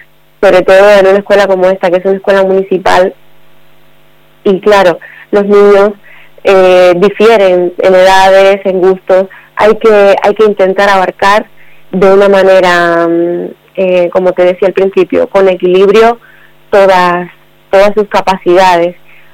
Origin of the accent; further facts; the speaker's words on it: Cuba; also born or lived in Durango; now in Castro Urdiales, Spain; Eso es, yo soy cubana